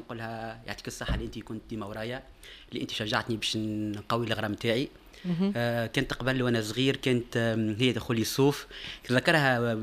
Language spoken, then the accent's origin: Arabic; Hammamet, Nabeul Governorate, Tunisia; 33 سنه، أصلي من حمامات